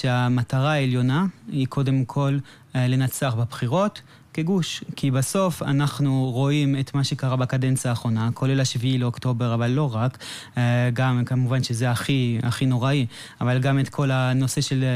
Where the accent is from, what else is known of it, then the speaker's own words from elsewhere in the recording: Canada; now in Israel; אני כקנדי דובר גם צרפתית וגם דובר אנגלית.